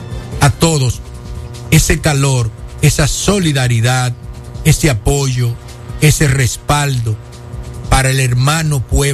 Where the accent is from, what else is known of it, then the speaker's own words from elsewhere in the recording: Dominican Republic; nosotros, como República Dominicana